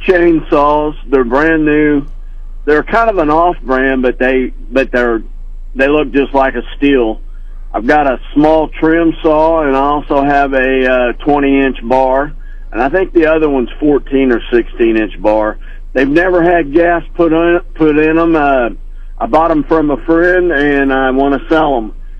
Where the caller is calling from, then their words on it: Carrollton, Missouri, United States; Carrollton.